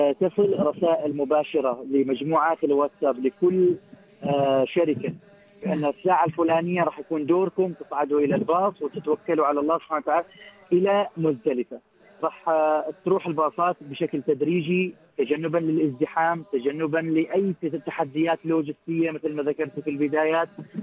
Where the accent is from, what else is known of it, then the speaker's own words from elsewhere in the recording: Oman; فهذا العدد مبارك لسلطنة عمان،